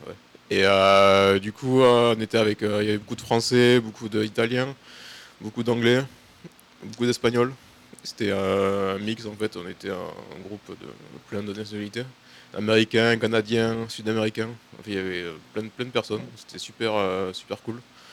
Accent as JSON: {"language": "French", "country": "France", "also_born_or_lived": "New Zealand", "moved": "yes", "lives_now": "Australia", "said": "je suis parti de France en 2017, à Nouvelle-Zélande. Je suis resté là-bas 4 ans. Et après, j'ai bougé en Australie, directement."}